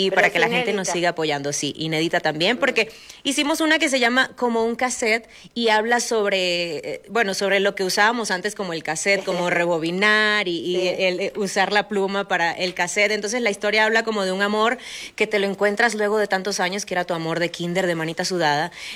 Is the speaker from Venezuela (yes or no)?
yes; Venezuela; Yo, por ejemplo, soy venezolana